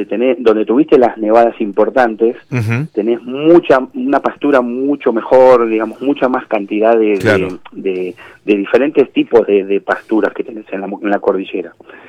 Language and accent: Spanish; Buenos Aires, Argentina; moved away as an adult; now in Malargüe, Argentina